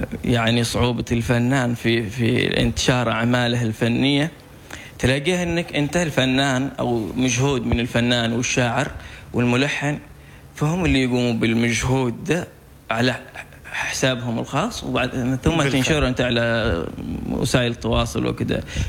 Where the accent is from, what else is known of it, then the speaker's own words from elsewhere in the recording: Yemen; عندنا في اليمن